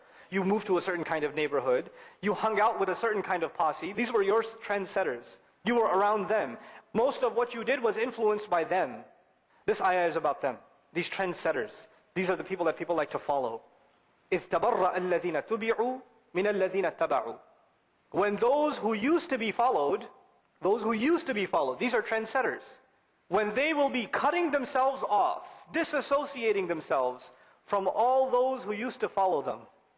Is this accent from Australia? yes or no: no; Pakistan; I'm from Pakistan originally, and this is a problem in Pakistan, I'll tell you.